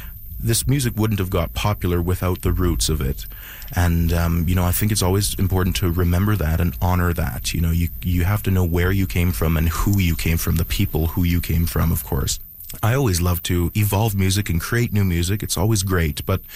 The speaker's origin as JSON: {"language": "English", "town": "Sucker Creek", "region": "Alberta", "country": "Canada"}